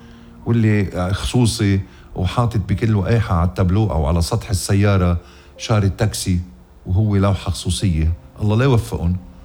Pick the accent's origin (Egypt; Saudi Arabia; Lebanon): Lebanon; يا بلدي لبنان